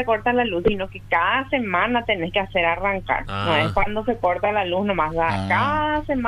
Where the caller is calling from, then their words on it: Ñemby, Central, Paraguay; yo vivo en Ñemby, cerca de la Coca-Cola